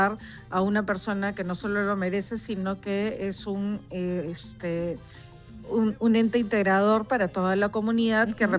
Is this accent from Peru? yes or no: yes; Peru; Esto para nosotros como peruanos